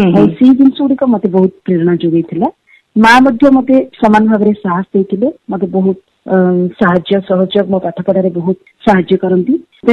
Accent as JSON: {"language": "Odia", "town": "Koraput", "region": "Odisha", "country": "India", "said": "ମୁଁ ଓଡ଼ିଶାର କୋରାପୁଟ ଭଳି ଏକ ତୁଳନାତ୍ମକ ପଛୁଆ ଜିଲ୍ଲାର ଗୋଟିଏ ପାରମ୍ପରିକ ପରିବାର ବା ଆମେ କହିପାରିବା ରକ୍ଷଣଶୀଳ ପରିବାରରୁ ଆସିଛି।"}